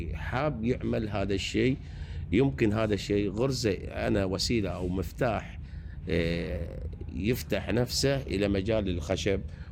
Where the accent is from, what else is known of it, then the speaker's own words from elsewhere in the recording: Qatif, Eastern Province, Saudi Arabia; عندنا في القطيف إغار على الثاني.